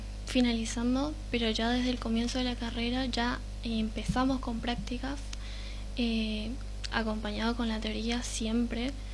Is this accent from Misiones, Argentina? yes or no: yes; Oberá, Misiones, Argentina; Yo también soy de Oberá